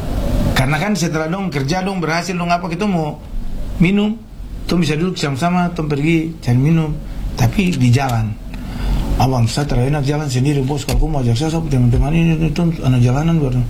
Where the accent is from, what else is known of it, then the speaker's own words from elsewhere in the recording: Sorong, Southwest Papua, Indonesia; Lu kan kita anak Sorong ini mau kemana saja, kita persatuan mau dirantau, di mana anak Sorong tuh kompak.